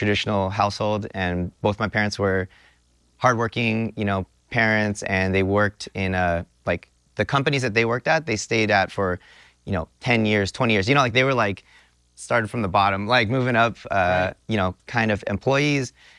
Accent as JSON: {"language": "English", "region": "California", "country": "United States", "tie": "born or raised there", "said": "I grew up in California, Northern yeah. California. And my parents, they moved to America from Taiwan."}